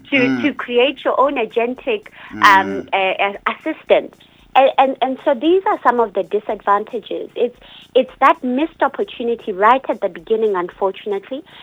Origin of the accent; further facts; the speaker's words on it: Lesotho